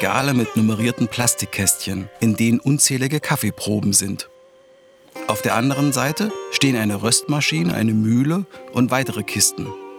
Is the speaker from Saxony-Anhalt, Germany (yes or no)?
yes; Halle, Saxony-Anhalt, Germany; Merseburg liegt gleich neben meiner Heimatstadt Halle.